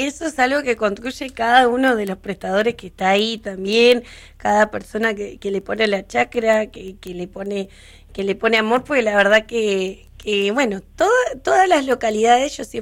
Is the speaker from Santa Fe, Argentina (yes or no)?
no; Río Gallegos, Santa Cruz, Argentina; Yo como riogallegense también me pongo contenta porque mi pueblo está lindo, está cuidado